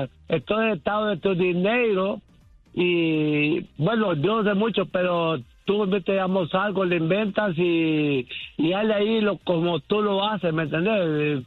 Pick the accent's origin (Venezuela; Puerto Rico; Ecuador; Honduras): Honduras; Soy catracho